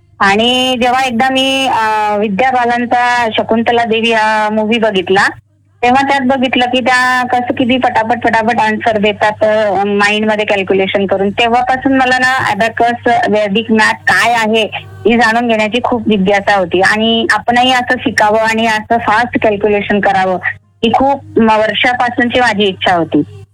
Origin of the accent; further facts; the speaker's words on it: Muktainagar, Maharashtra, India; moved away as an adult; also born or lived in Varangaon, Jalgaon district; now in Gujarat, India; तशी जळगाव जिल्ह्यातील भुसावळ तालुक्यातील वरणगाव आहे तिथले आहे. माझं सासर तिथलं आहे आणि माहेर माझं भुसावळ तालुक्यातले मुक्ताईनगर इथलं माहेर आहे माझं.